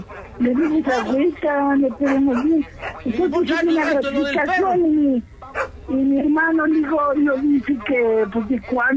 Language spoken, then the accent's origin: Spanish; Puebla, Mexico; Somos de allá de mi casa, del estado de Puebla.